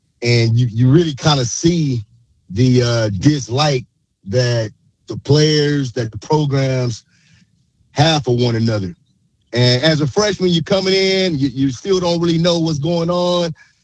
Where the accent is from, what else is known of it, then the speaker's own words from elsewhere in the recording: Dallas, Texas, United States; I'm from Dallas